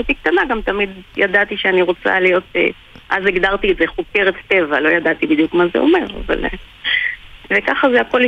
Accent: Northern District, Israel; האמת שגדלתי בגליל, בערים

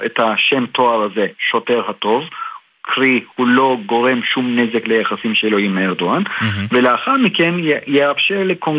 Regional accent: Turkey; moved away as an adult; now in Israel; אני מן הסתם גדלתי שם וחייתי שם 22 שנה.

